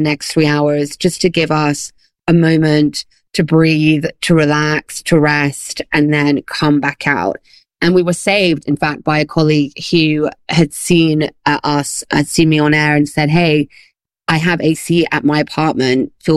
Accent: France; also born or lived in United States / England; So I was born in the US, but I grew up in France and in England. My father's French, my mother's English, and I've kind of spent most of my life in between those three countries.

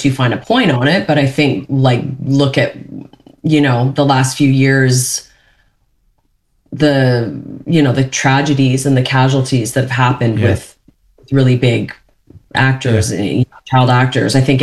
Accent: Canada; because of my childhood and the way I was raised and the, and being Canadian, like I weirdly didn't really even process it.

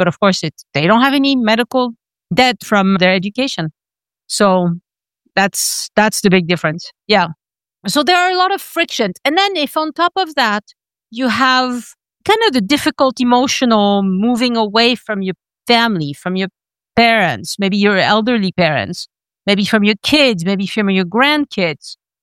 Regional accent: France; I was born and raised in France. So if I don't tell them that I also have an American passport

